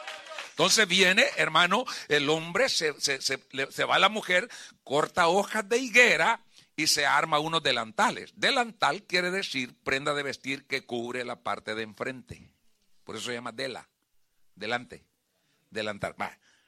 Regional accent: El Salvador; accent: Salvadoran; digo yo en salvadoreño

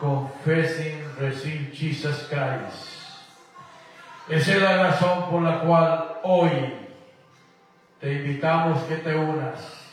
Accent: Guatemala; now in Houston, United States; Guatemala, mi tierra natal … nacido en Guatemala, viviendo aquí en Houston, Texas, por ya pasadito de 30 años

